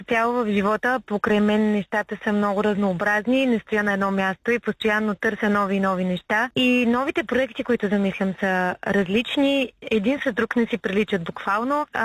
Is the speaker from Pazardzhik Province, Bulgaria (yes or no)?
yes; Kostandovo, Pazardzhik Province, Bulgaria; от град Костандово съм родом.